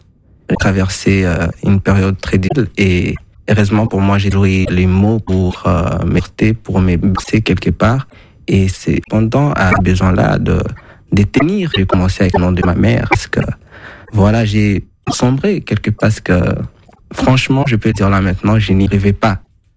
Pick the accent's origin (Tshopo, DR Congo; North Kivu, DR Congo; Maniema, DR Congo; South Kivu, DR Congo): South Kivu, DR Congo; Bukavu; Je suis né à Bukavu et j'ai grandi à Bukavu.